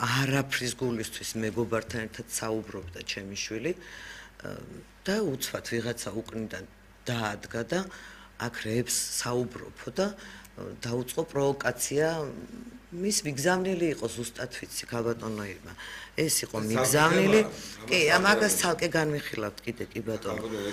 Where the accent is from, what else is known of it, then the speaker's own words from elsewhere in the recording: Samtredia, Imereti, Georgia; დიახ, თვითონაც სამტრედიელია და მე სამტრედიელში დაბადებული გაზრდილი ვარ და მე და ეკა ერთ სკოლაში ვსწავლობდით.